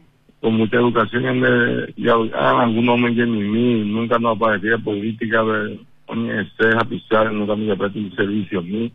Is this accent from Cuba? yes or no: yes; Cuba; A ya yo soy cubana